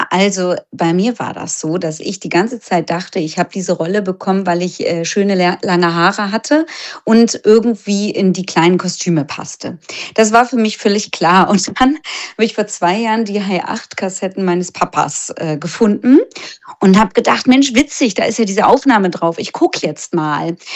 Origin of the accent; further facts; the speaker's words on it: Hamburg, Germany